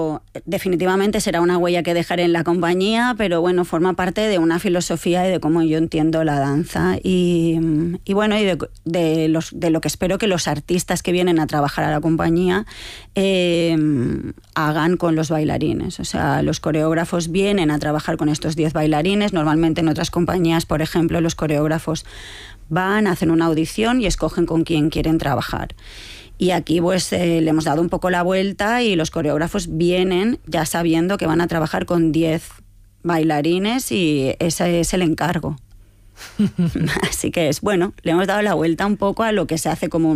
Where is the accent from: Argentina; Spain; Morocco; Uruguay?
Spain